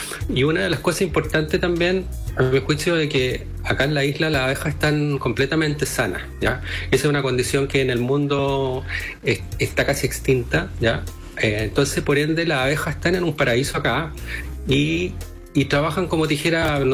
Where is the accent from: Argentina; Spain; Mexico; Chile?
Chile; Santiago, Santiago Metropolitan Region; moved away as an adult; now in Easter Island, Chile; yo soy continental, santiaguino, ya nací en Santiago, viví bastantes años en Santiago, y me vine por una posibilidad de cambio de vida acá con mi familia, ya hace 16 años.